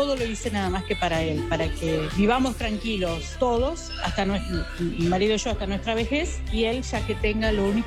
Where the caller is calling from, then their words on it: Santa Fe, Argentina; Hola Luis … de Santa Fe Capital.